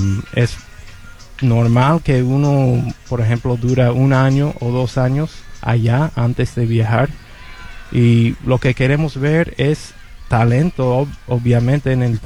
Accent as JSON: {"language": "Spanish", "country": "United States", "tie": "born or raised there", "said": "Yo jugaba béisbol desde chiquito aquí en los Estados Unidos"}